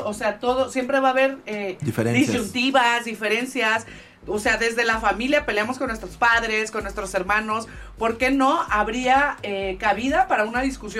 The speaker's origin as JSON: {"language": "Spanish", "region": "Sinaloa", "country": "Mexico", "said": "años en la Ciudad de México, pues las raíces es importante mantenerlas y pues mi sangre chinola sinaloense la traigo conmigo siempre."}